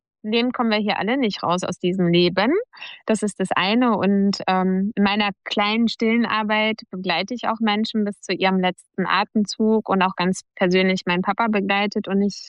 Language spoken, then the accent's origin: German; Berlin, Germany; born there; now in Bielefeld, Germany; Also ich bin gebürtige Berlinerin und ich lebe in Bielefeld